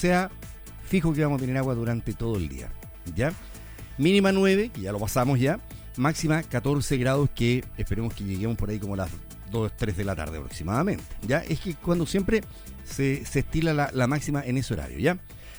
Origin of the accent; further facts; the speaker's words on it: Chile; aquí somos escandalosos los chilenos para celebrarse